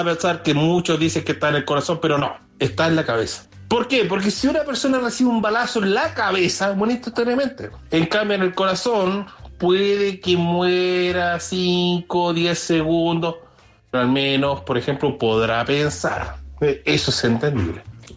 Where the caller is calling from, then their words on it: Chile; te hablo desde Chile.